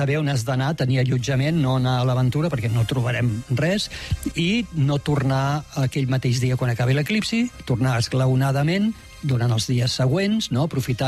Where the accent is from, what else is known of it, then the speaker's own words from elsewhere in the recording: Tarragona, Catalonia, Spain; Tarragona, al qual estic assessorant, la meva ciutat natal, no?